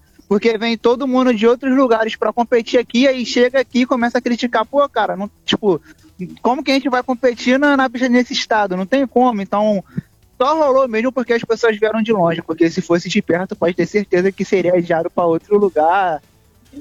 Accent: Cabo Frio, Rio de Janeiro, Brazil; Porém, de onde que eu sou? Eu sou de Cabo Frio.

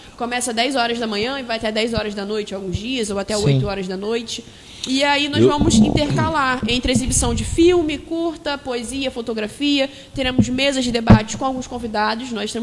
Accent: Araruama, Rio de Janeiro, Brazil; Sim, eu sou de Araruama e estou me deslocando para Cabo Frio

